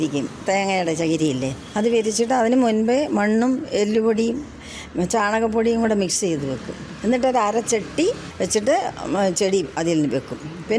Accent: Pattazhi, Kerala, India; moved away

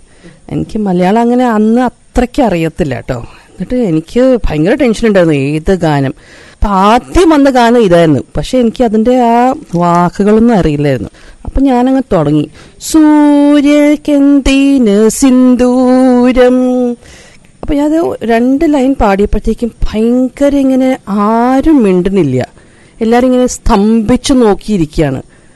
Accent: Madhya Pradesh, India; born there; Malayalam is a second language; എൻ്റെ അച്ഛൻ ആർമിയിലായിരുന്നു. അപ്പം ഞാൻ ജനിച്ചത് മധ്യപ്രദേശ്. പിന്നെ എല്ലാ രണ്ടു കൊല്ലം ആകുമ്പോൾ പുതിയൊരു സ്ഥലത്ത് പോകും, അങ്ങനെ കറങ്ങിക്കൊണ്ടിരിക്കും. ഇന്ത്യ മൊത്തം കറങ്ങിക്കൊണ്ടിരുന്നു.

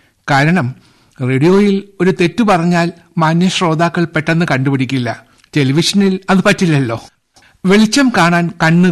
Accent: Thiruvananthapuram, Kerala, India; എന്റെ ബാല്യകാലത്ത് ശാസ്തമംഗലത്ത് ശ്രീരംഗം ലെയ്നിലുള്ള ഞങ്ങളുടെ വീട്ടിലെ

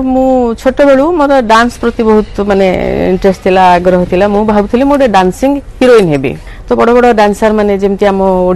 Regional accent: Choudwar, Odisha, India; born there; ଆଉ ଯେହେତୁ ମୋର ଜନ୍ମସ୍ଥାନ ଓଡ଼ିଶା ମାନେ ଚୌଦ୍ୱାର

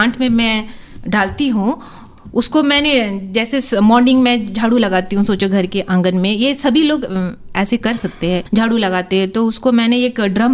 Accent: Port Blair, Andaman and Nicobar Islands, India; मैं कामराज नगर की निवासी हूँ

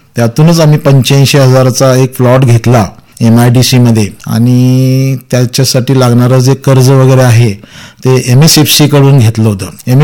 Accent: Dudhegaon, Maharashtra, India; मी मूळचा दुधेगाव या गावचा असून कवठेमंगळ तालुक्यामध्ये शेवटचं दुधेगाव हे गाव आहे.

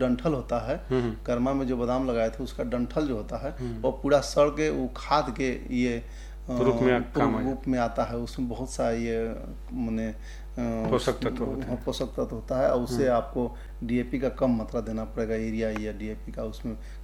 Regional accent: Garhwa district, Jharkhand, India; हम गोंदा गांव के रहने वाले हैं।

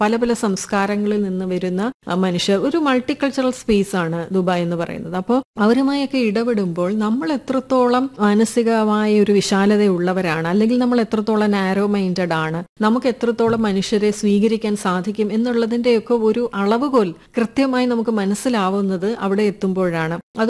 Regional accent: Kulathupuzha, Kerala, India; moved away as an adult; also born or lived in Vellayani; now in Dubai, United Arab Emirates; എന്റെ കുട്ടിക്കാലം, ഞാൻ ജനിച്ച് വളർന്നത് കുളത്തുപ്പുഴ എന്ന് പറയുന്ന തെന്മലയ്ക്കടുത്തുള്ള തമിഴ്നാട് ബോർഡറായിട്ടുള്ള ഒരു പ്രദേശത്തായിരുന്നു. അപ്പൊ അത് മലകളും കുന്നുകളും പുഴകളും ഒക്കെയുള്ള ഒരു ഗ്രാമാന്തരീക്ഷമുള്ള ഒരു സ്ഥലമായിരുന്നു.

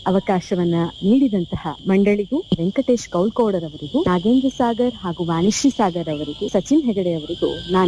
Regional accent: Karnataka, India; ನನ್ನ ಊರಿನ ಹತ್ತಿರದಲ್ಲಿಯೇ ಪಶ್ಚಿಮ ಘಟ್ಟದ ಜೀವನಾಡಿಯಾದಂತಹ ವರದಾ ನದಿಯ ಜನ್ಮಸ್ಥಾನವಿದೆ.

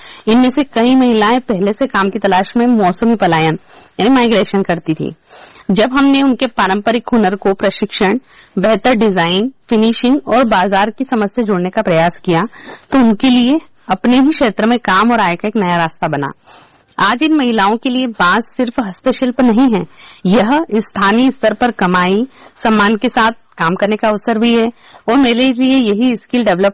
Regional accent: Madhya Pradesh, India; now in Hatpipliya, Ratlam district, India; मैं मालवा की मिट्टी से आती हूँ और मालवा की अपनी पहचान है।

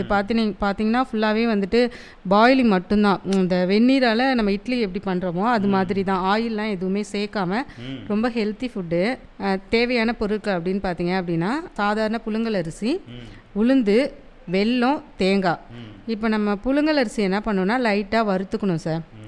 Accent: Thenkudi, India; தென்குடி தான் சார்.

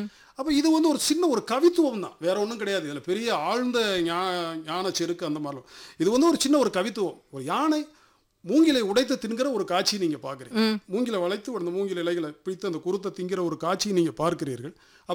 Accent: Palani, Tamil Nadu, India; also born or lived in Pollachi / Madurai; எனக்கு பழனி தெரியும், நான் என்னுடைய சொந்த ஊர் பழனி, பிறந்து வளர்ந்தது படித்தது எல்லாம்.

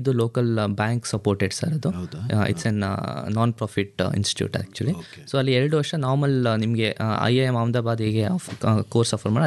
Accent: Madikeri, Karnataka, India; Sir, ನಾನು ಮೂಲತಃ ಮಡಿಕೇರಿಯವನು.

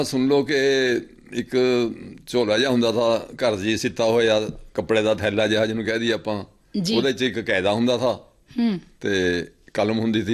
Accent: Malerkotla, Punjab, India; ਮੇਰਾ ਜਨਮ ਜੀ ਜਨਵਰੀ 1950 'ਚ ਮਲੇਰਕੋਟਲੇ ਹੋਇਆ ਸੀ

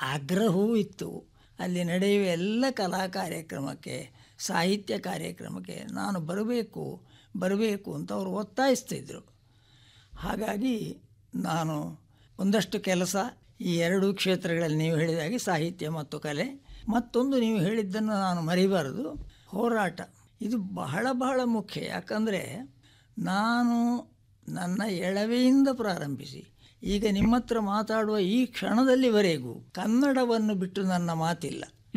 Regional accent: Kerala, India; also born or lived in Kirikkadu, near Perdala, Kerala; ಕೀರಿಕ್ಕಾಡನ್ನು ಬಿಟ್ಟು, ನನಗಾಗ 3-4 ವರ್ಷವೂ ಆಗಿರ್ಬೋದು, ಕೀರಿಕ್ಕಾಡನ್ನು ಬಿಟ್ಟು ಬನಾರಿಗೆ ಬಂದರು. … ಅಂಟಿಕೊಳ್ಳುವುದಕ್ಕೆ ಕಾರಣ ಆ ಬನಾರಿಗೆ ಬಂದದ್ದು.

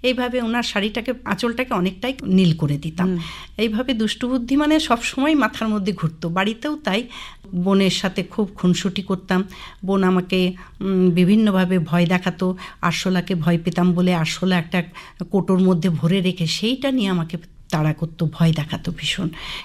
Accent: Kharagpur, West Bengal, India; born there; আমার জন্ম মেদিনীপুর জেলার খড়গপুর শহরে, বাবা রেলওয়ে চাকরি করতেন, রেল কোয়ার্টারেই আমার জন্ম।

